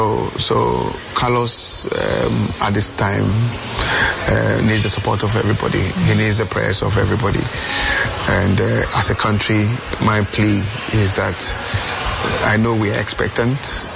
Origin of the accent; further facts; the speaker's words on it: Ghana; I'm a Ghanaian